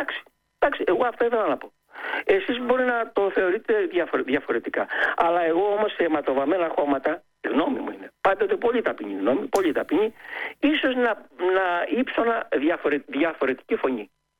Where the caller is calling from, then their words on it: Greece; εγώ σαν Έλληνας